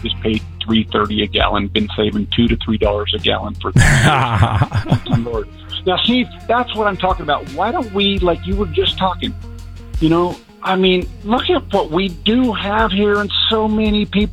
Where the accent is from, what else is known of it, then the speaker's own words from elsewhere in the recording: Cutler, California, United States; I grew up in Tulare County, California, south of Fresno, with all the little towns. You drive one. I lived in Cutler, California, 4,000 people, and then moved 1 mile away to Orosi, California.